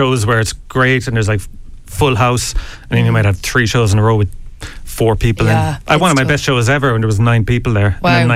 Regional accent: Tralee, Munster, Ireland; I used to think, because I'm from Kerry.

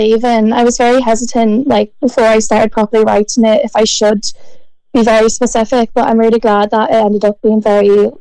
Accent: Newbridge, Kildare, Ireland; moved away as an adult; now in United Kingdom; growing up in Newbridge and growing up in, like, the school I went to as well.

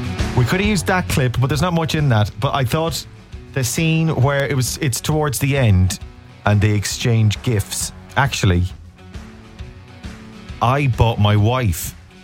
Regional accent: Ireland

